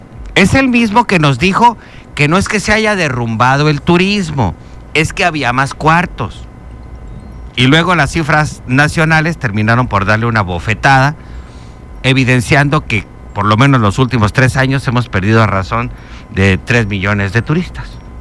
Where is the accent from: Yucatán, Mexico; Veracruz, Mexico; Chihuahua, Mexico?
Chihuahua, Mexico; moved away; Yo soy de Chihuahua, originario de Chihuahua